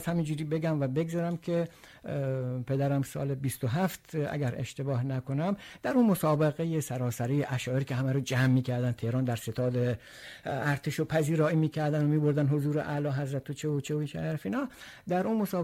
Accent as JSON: {"language": "Persian", "town": "Dezful", "region": "Khuzestan", "country": "Iran", "tie": "born or raised there", "said": "این وسط گیر افتاده بودیم که هم یه طرف دارای یه مادر عجم هستیم، ولی خب از طرف دیگه پدر ما لوره، خودمون هم توی دسفول چی شدیم، بزرگ شدیم. بنابراین ما این وسط با این دو تا سه تا فرهنگ همینجوری یه جورایی با هم دیگه سر میکرد."}